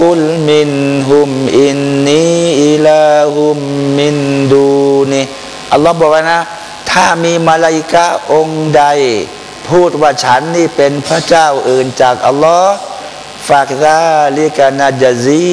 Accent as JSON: {"language": "Thai", "region": "Pattani", "country": "Thailand", "said": "ผมมาจากปัตตานีนะ"}